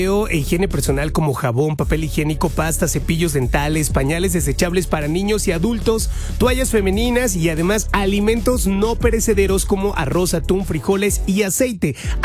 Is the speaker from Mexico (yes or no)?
yes; Mexico; y si nos unimos, hacemos la diferencia, y eso como mexicanos ya lo sabemos